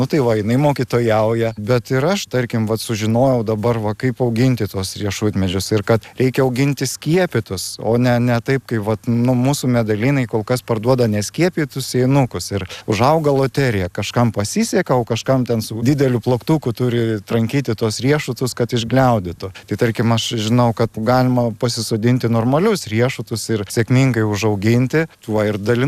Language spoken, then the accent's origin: Lithuanian; Širvintos, Vilnius County, Lithuania; Na, tarkim, ir aš augau nedideliam miestelį Širvintose, ten buvo sodas, tai man patiko laipėt viską